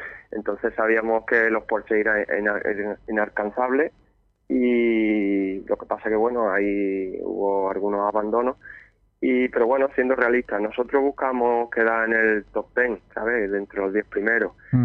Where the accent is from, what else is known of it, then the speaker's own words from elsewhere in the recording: Ubrique, Andalusia, Spain; yo soy natural de Ubrique, allí en la Sierra de Cádiz